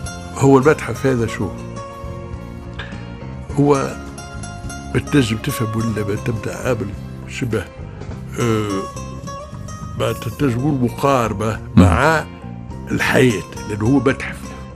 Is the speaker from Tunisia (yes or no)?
yes; Tunisia